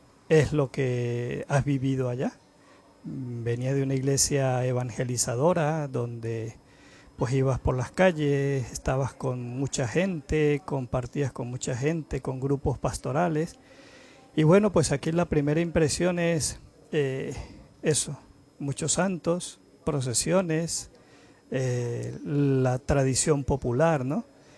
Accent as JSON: {"language": "Spanish", "country": "Venezuela", "moved": "yes", "said": "Porque uno viene de una realidad que yo llegué o salí de Venezuela en el año 2018, cuando se perseguía a todos los jóvenes"}